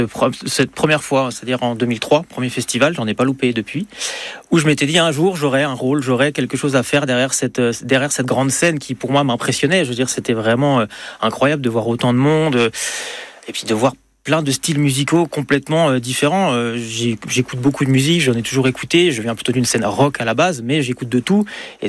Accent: Bourgogne-Franche-Comté, France; born there; also born or lived in Normandy; je suis un vrai local de l'étape. Alors, une petite déviance, c'est que je suis né en Normandie, donc je suis originaire de Normandie, mais je suis du Nord-Territoire depuis que j'ai 9 ans.

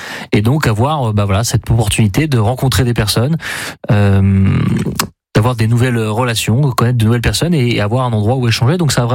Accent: Caen, Normandy, France; Donc moi, très brièvement, je suis originaire de Caen et j'ai travaillé quelques temps sur Paris. Je suis revenu vivre à Caen il y a 2 ans

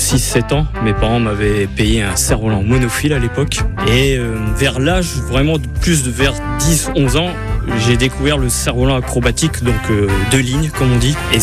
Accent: Lille, Hauts-de-France, France; now in Saint-Amand-les-Eaux, France; En fait, je suis lillois.

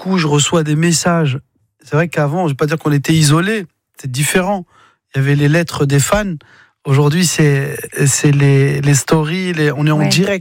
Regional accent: Mantes-la-Jolie, Île-de-France, France

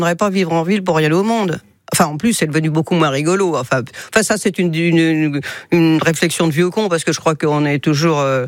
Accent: Paris, Île-de-France, France; moved away as an adult; now in Sablé-sur-Sarthe, France; Parce que j'ai toujours vécu en ville, je suis née à Paris 9e, donc plein centre, quoi, et Paris Faubourg

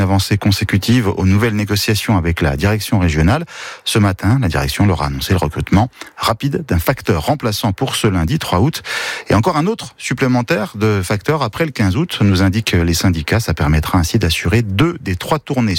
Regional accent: Bourgogne-Franche-Comté, France; Et on rappelle que le centre Athénas est basé dans le Jura, chez nous, en Franche-Comté.

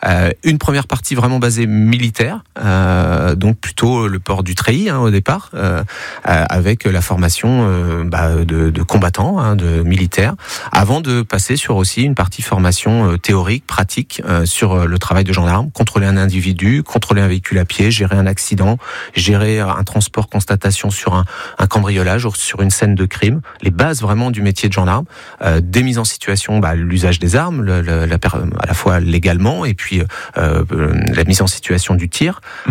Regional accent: Brittany, France; moved away as an adult; je suis parti à Tulle, en Corrèze, alors que je suis breton.

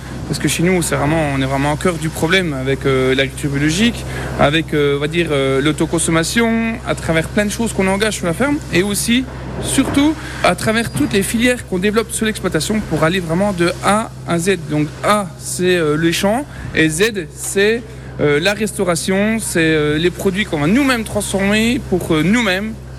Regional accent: Besançon, Bourgogne-Franche-Comté, France; born there; Non, je suis né à Besançon, voilà.

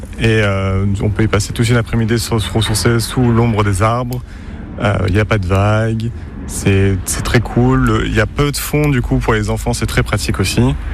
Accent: Bordeaux, Nouvelle-Aquitaine, France; de Bordeaux et mon coin de paradis, c'est le lac de Bombane.

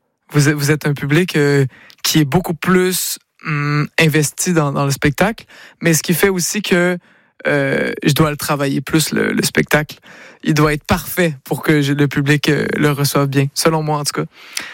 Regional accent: Quebec, Canada; Vu que moi je suis québécois. Donc j'adore tracer les différences entre le public québécois et le public français.

